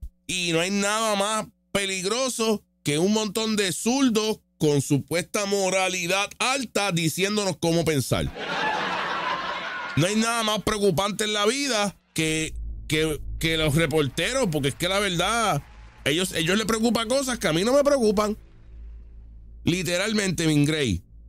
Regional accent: Puerto Rico; Nosotros, los estadistas, somos estadounidenses y puertorriqueños y eso no tiene ningún problema.

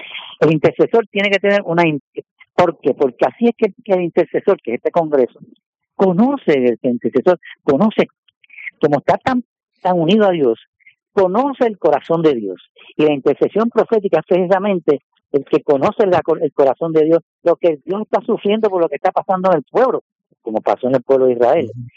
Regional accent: San Juan, Puerto Rico; Yo soy de San Juan

